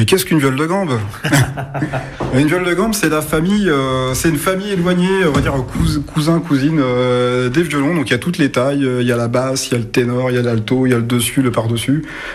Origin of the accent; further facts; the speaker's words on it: Nancy, Grand Est, France; parce que moi je suis originaire de Nancy.